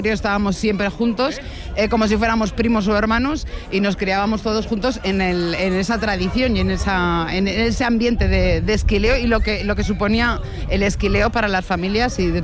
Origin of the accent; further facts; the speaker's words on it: Brieva de Cameros, La Rioja, Spain; also born or lived in Logroño; soy de Brieva de Cameros, casi nazco aquí, porque mis padres vivían aquí en Brieva de Cameros cuando éramos pequeños. Yo soy la cuarta de seis hermanos y justo cuando nací yo ya se bajaron a Logroño.